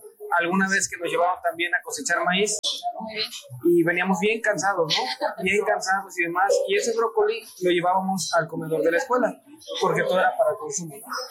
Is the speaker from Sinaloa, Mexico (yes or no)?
no; Zaragoza, Puebla, Mexico; Yo soy originario de un pueblo que se llama Zaragoza, Puebla, al noroeste de la capital poblana